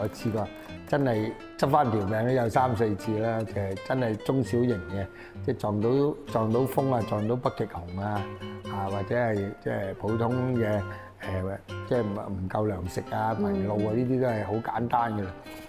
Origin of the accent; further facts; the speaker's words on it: Hong Kong; 我哋香港